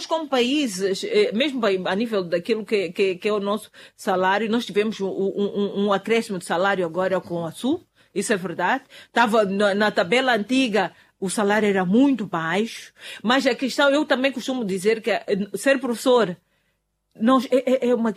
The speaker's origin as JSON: {"language": "Portuguese", "country": "Mozambique", "said": "nós temos, como moçambicanos, temos outro problema"}